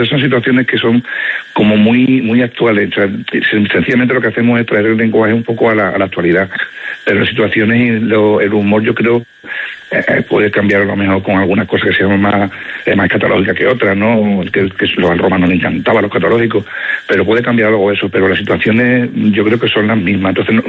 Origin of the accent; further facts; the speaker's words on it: Extremadura, Spain; sobre todo somos extremeños, compañía extremeña, actores extremeños, y en Extremadura